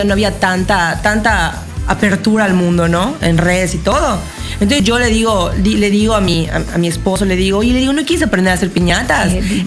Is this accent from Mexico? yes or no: yes; Yucatán, Mexico; moved away; Y los mexicanos somos eso, somos fiesta.